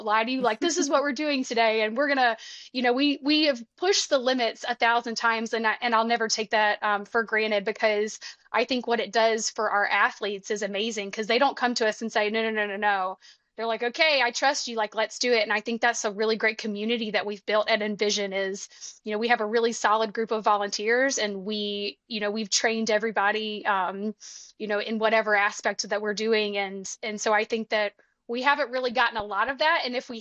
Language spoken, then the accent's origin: English; Alabama, United States